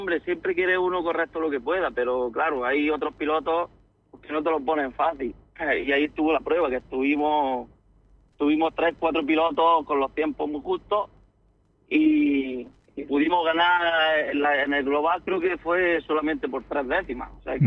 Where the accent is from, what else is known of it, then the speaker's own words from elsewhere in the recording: Macael, Andalusia, Spain; Como somos de Macael, y aquí hay mucha afición por el motor.